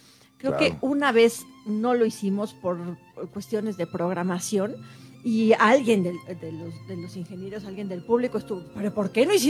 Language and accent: Spanish; Mexico City, Mexico; yo soy de Coyoacán, yo soy mexicana, como el nopal.